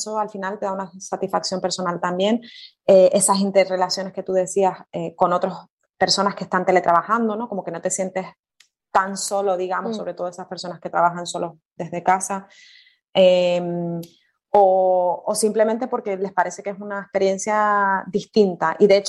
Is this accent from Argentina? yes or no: no; Tenerife, Canary Islands, Spain; also born or lived in Fuerteventura; Yo nací en Fuerteventura, entonces me hacía ilusión poder hacer algo por la isla donde nací, aunque luego ya me crié en Tenerife.